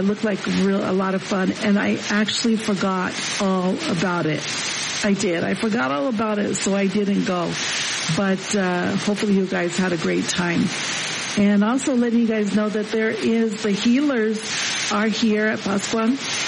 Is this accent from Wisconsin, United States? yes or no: no; Mammoth, Arizona, United States; I used to be a bus driver for the Head Start program over in my hometown in Mammoth.